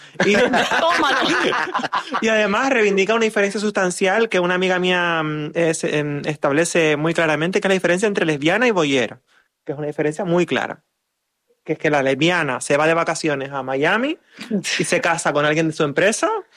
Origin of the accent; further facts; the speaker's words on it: Maspalomas, Canary Islands, Spain; porque yo soy de Maspalomas.